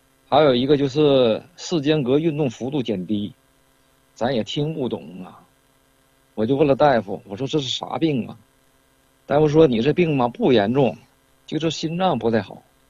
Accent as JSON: {"language": "Chinese", "town": "Shenyang", "region": "Liaoning", "country": "China", "said": "我是沈阳的。"}